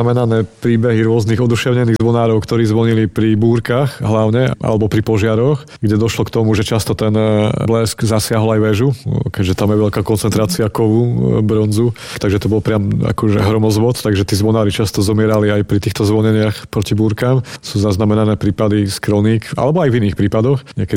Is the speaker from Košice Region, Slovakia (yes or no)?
yes; Košice, Košice Region, Slovakia; Ja som mal to šťastie ako Košičan, že som vtedy končil vysokú školu v Trnave